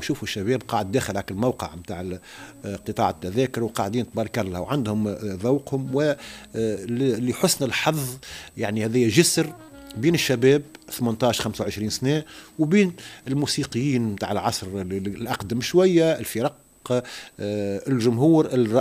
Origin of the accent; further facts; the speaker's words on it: Tunisia; عندنا في تونس